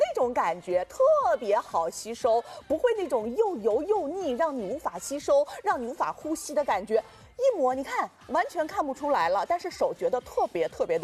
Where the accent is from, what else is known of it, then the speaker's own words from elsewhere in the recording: China; 我们中国人很喜欢那个香樟木放在衣柜里面吧